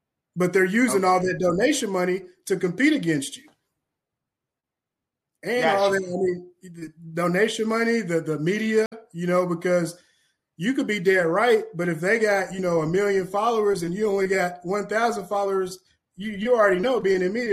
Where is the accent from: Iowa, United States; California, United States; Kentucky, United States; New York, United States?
Kentucky, United States; I'm from Kentucky. I organize.